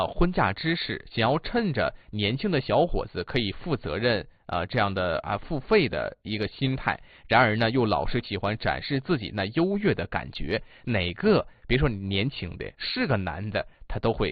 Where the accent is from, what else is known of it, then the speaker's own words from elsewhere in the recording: Northeast China, China; 咱们东北话